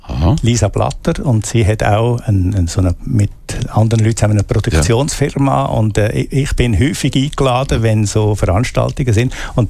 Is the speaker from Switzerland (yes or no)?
yes; Aargau, Switzerland; im Kanton Aargau, wo ich bin ein Aargauer